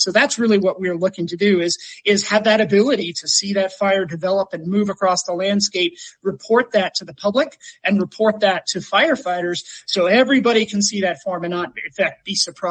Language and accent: English; Gulf Coast, United States; born or raised there